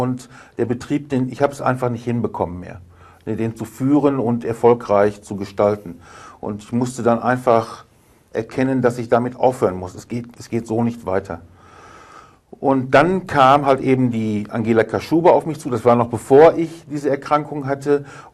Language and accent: German; Belecke, North Rhine-Westphalia, Germany; Ja, ich komme ursprünglich aus Beleke im Sauerland. Das liegt in der Nähe von Warstein.